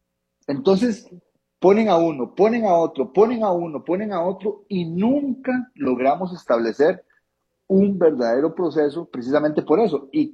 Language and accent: Spanish; Costa Rica; este es lo que nos caracteriza como ticos